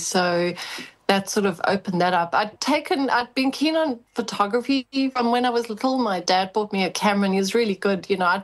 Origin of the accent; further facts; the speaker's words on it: Johannesburg, Gauteng, South Africa; now in Kangaroo Island, Australia; So I was born in Johannesburg and grew up there.